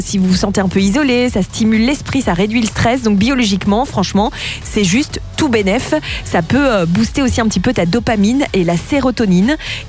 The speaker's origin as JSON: {"language": "French", "region": "Wallonia", "country": "Belgium", "said": "chez nous, en Wallonie"}